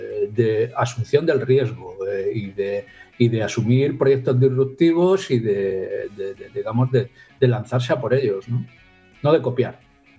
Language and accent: Spanish; Spain; now in United States; Soy europeo, soy español y aunque tenga mis ojos y al final termine desarrollando mis proyectos en Estados Unidos, me gustaría hacerlos en Europa